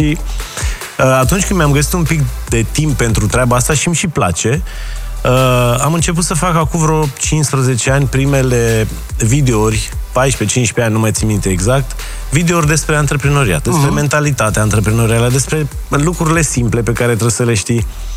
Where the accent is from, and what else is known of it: Romania